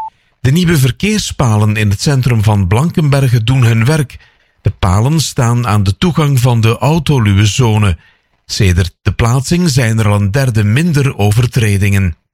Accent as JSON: {"language": "Dutch", "town": "Ostend", "region": "Flanders", "country": "Belgium", "tie": "born or raised there", "said": "Wel, ik ben cultureel geboren en getogen in Oostende."}